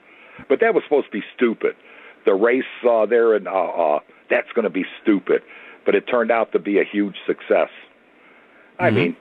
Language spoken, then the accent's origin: English; United States; one of the greatest moments I think I've seen as an American was in Washington at that event